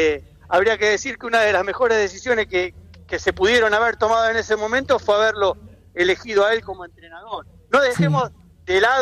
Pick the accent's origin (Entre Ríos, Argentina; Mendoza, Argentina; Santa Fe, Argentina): Santa Fe, Argentina; Cafferata; yo tengo en Caferata, en mi pueblo, porque el punto de coincidencia que tenemos con Leonel es que los dos hemos nacido, hemos crecido y hemos sido criados en pueblos muy pequeños del interior.